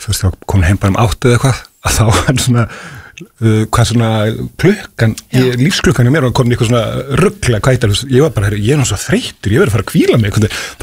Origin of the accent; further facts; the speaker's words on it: Hafnarfjörður, Capital Region, Iceland; nú vann ég í félagsmiðstöðu Hafnarfirði í 100 ár mínum heimabæ